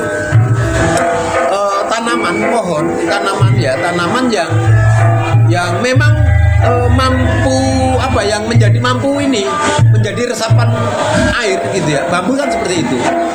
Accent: Polowijo, East Java, Indonesia; saya ini dari Polowijo, ya. Empu Topeng Malang itu dari Polowijo.

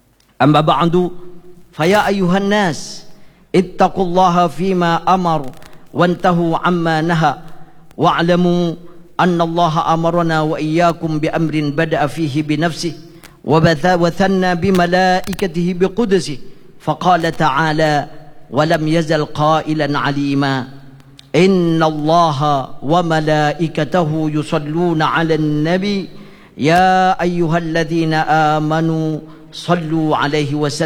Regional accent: Indonesia; عن بلدنا اندونيسيا هذا خاصة وعن سائر البلدان المسلمين عامة

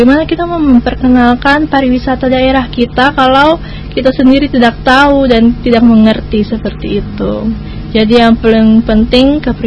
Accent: Kaibobu, Maluku, Indonesia; atau boleh ke kampung halaman saya.

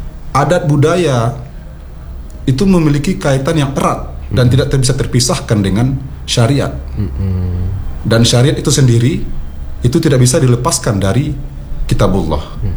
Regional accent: West Sumatra, Indonesia; pedoman kami selaku warga Minangkabau yang tentunya untuk bisa membentengi jiwa, terutama jiwa pribadi masing-masing warga Minangkabau

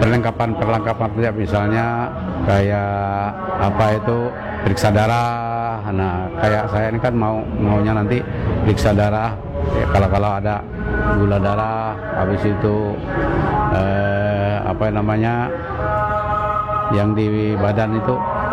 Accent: Tangkiling, Central Kalimantan, Indonesia; soalnya saya kan orang Tangkiling dan lama di Tangkiling itu

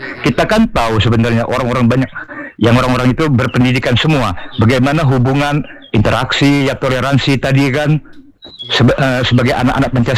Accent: Bangka Belitung Islands, Indonesia; Saya juga dari Bangka Barat nih, Pak.

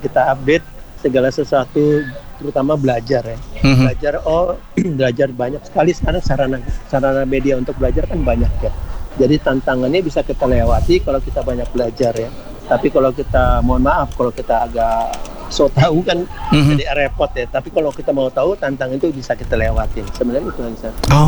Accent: Manado, North Sulawesi, Indonesia; Iya, betul. Kita dari Manado.

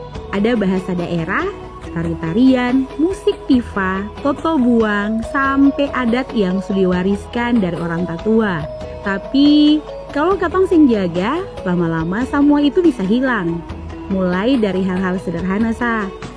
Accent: Maluku, Indonesia; Karena budaya bukan barang kuno, budaya itu identitas katong sebagai orang Maluku.

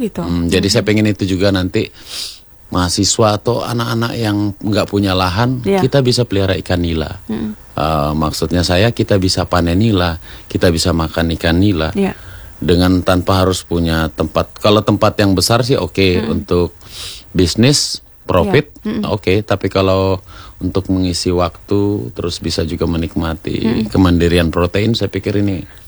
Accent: Sulawesi, Indonesia; kalau kayak kita orang Sulawesi tidak cukup hanya dari ikan air tawar, Bu. Kita kalau belum makan ikan laut seperti belum makan kan.

